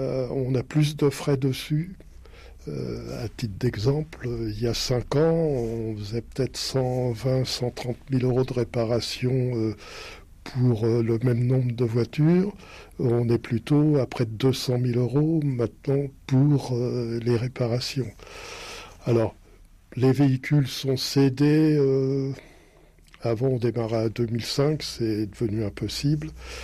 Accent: Paris, Île-de-France, France; Complètement, parce que, vous savez, je suis parisien d'origine, c'est facile de dire on peut se passer de voiture.

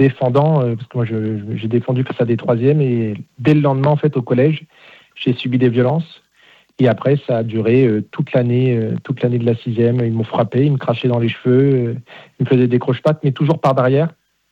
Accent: Nanterre, Île-de-France, France; Donc, de base, moi, j'étais de Nanterre, j'étais dans une cité. Donc, je suis arrivé à Rueil-Malmaison. C'est pas du tout le même milieu et même contexte.

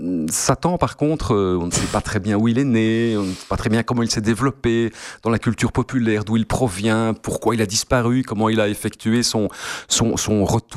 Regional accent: Belgium; je suis un Belge totalement affirmé.

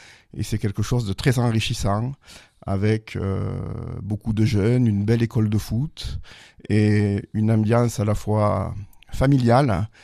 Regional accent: Marvejols, Occitanie, France; born there; now in Mende, France; Oui, je suis né en Lozère, à Marvejols. Je suis d'origine canourgaise, ma famille vit à la Canourgue et je vis à Mende depuis quelques années.

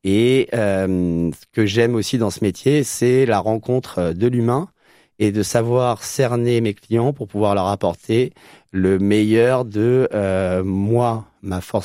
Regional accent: Normandy, France; moved away as an adult; also born or lived in Paris region; now in Bordeaux, France; je suis natif de Normandie

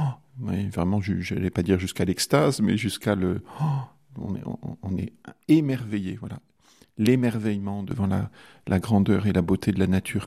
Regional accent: Montferrier-sur-Lez, Occitanie, France; born there; now in Orne, France; Je suis passé à Montferrier, un village où j'ai vécu quand j'étais enfant.

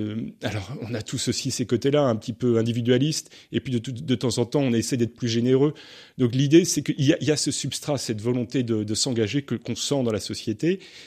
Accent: Brittany, France; Alors moi je ne suis pas lorrain ni alsacien là-bas, je suis breton.

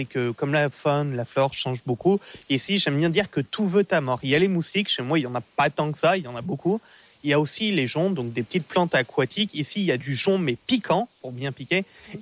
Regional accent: Auvergne-Rhône-Alpes, France

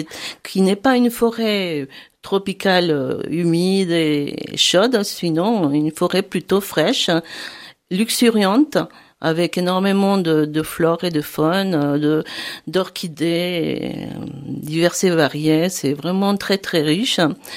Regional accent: Central Valley, Costa Rica; moved away as an adult; now in France; je suis originaire de la vallée centrale, donc c'est une vallée d'altitude, où il y a San José en effet à 1200 mètres d'altitude, et Alajuela, Cartago, 1400 mètres d'altitude. C'est une vallée très riche

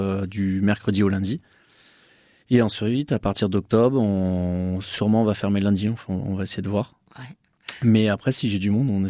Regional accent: France; Moi, je suis pas loin de la Bretagne. Je suis originaire pas loin de la Bretagne.

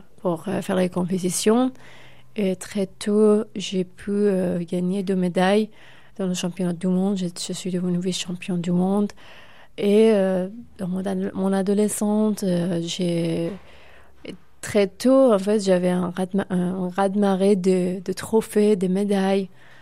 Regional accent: Iran; Oui, ma première fois que je suis sortie de l'Iran, j'avais seulement 8 ans et demi. Mon premier voyage, c'était en Espagne.

